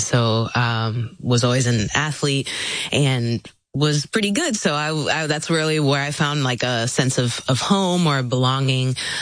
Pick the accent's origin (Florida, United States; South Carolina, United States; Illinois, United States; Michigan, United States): Florida, United States; Orlando; born or raised there; also born or lived in Philippines